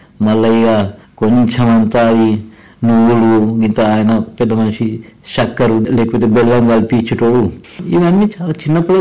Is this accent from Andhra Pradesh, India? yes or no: no; Adilabad, Telangana, India; born there; నేనైతే ఈయనే పుట్టినా. నేను పుట్టింది ఆదిలాబాద్లోనే.